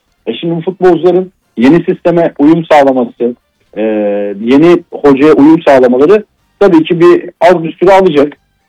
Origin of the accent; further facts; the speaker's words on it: Eyüp, Istanbul, Turkey; born there; Ben de Eyüp Sultan doğumluyum zaten.